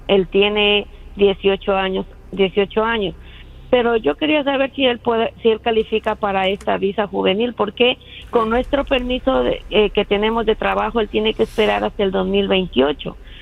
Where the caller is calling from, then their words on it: New Jersey, United States; Yo vivo para New Jersey.